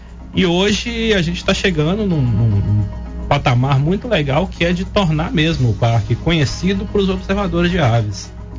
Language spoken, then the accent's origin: Portuguese; Ipatinga, Minas Gerais, Brazil; Fui criado em Ipatinga